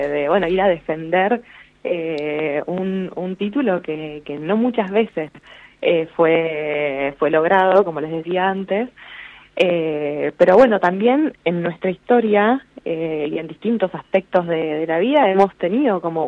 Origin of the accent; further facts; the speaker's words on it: Argentina; creo que algo que nos distingue y que nos da como esa sensación de que se puede, somos Argentina